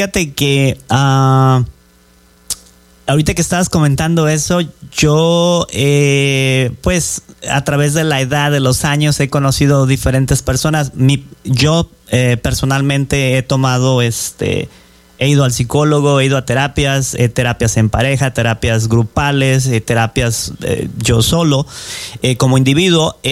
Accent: Colima, Mexico; now in Tri-Cities, Washington, United States; yo soy de Colima, México

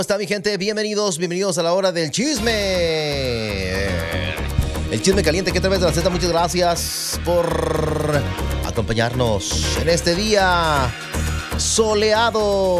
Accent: Guanajuato, Mexico; moved away; uno de mi tierra de allá de Guanajuato

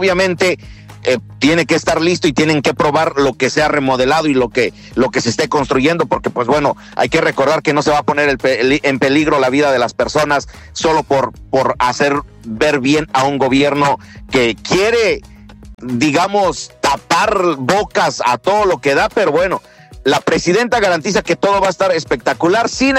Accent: Mexico; nosotros como mexicanos

